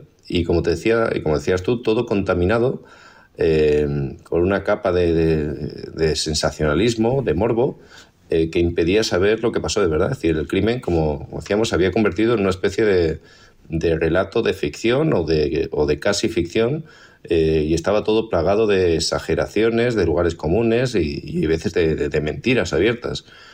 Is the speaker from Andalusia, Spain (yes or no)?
no; Extremadura, Spain; allí en Extremadura, en mi tierra.